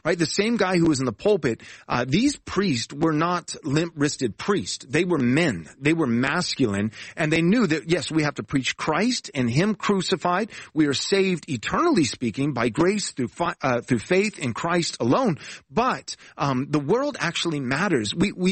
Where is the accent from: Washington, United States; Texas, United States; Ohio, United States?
Texas, United States; And we moved out to Texas, back to my old stomping grounds, growing up, born and raised in Texas, and started a church in my living room